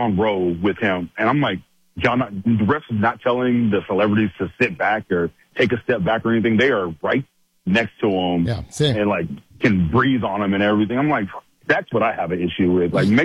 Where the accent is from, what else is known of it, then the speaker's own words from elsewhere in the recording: Oklahoma City, Oklahoma, United States; I told him I was from Oklahoma City